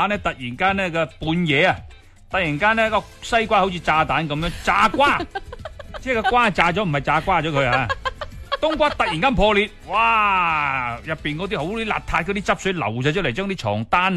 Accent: Guangdong, China

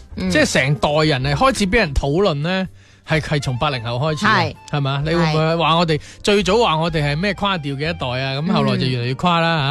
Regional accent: China; 有时我觉得我们中国人有时这种的亲子关系呢

